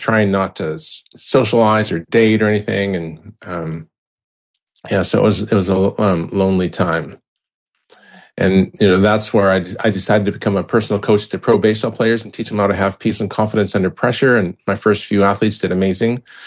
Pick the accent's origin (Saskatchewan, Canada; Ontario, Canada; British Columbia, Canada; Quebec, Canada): British Columbia, Canada; Vancouver; moved away; during the Vancouver Winter Olympics, my hometown